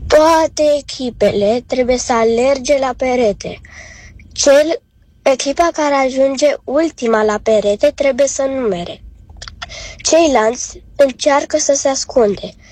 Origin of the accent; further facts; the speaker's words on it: Bucharest, Romania; din București. Am 5 ani